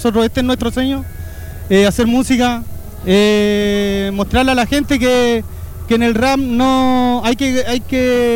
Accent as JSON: {"language": "Spanish", "town": "María Elena", "region": "Antofagasta", "country": "Chile", "moved": "as an adult", "lives_now": "Coquimbo, Chile", "said": "De María Elena, hermano. De la segunda región."}